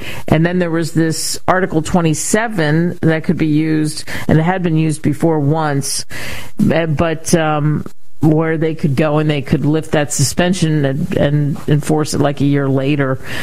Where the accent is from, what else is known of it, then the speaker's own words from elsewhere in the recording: Cherry Hill, New Jersey, United States; where I grew up in Cherry Hill, Route 38, and we used to go down the Black Horse Pike